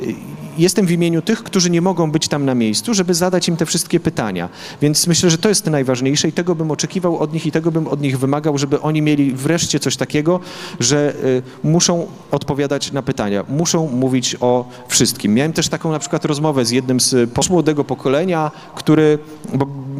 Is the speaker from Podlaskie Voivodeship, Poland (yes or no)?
yes; Podlaskie Voivodeship, Poland